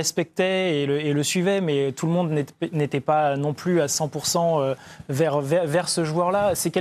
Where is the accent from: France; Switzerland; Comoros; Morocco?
France; chez nous, en France